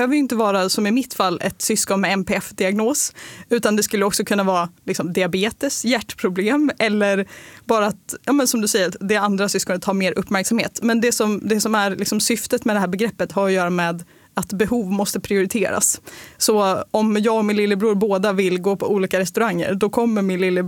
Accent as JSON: {"language": "Swedish", "town": "Örnsköldsvik", "region": "Västernorrland County", "country": "Sweden", "tie": "born or raised there", "moved": "as an adult", "lives_now": "Stockholm, Sweden"}